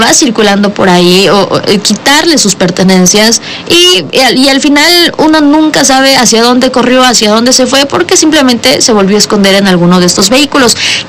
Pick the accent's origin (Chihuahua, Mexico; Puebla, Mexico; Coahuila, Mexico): Puebla, Mexico; Nosotros somos como ciudadanos, como poblanos, somos quienes utilizamos las vialidades